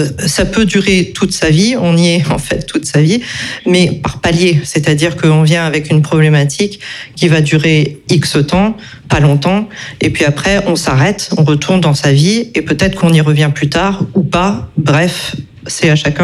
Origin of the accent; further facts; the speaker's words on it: Canada; moved away; Moi, je viens du Canada